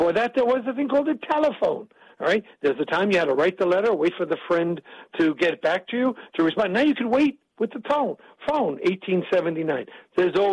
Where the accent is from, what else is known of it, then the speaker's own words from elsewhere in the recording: New York, United States; I talk fast. I'm from New York, so I can do this.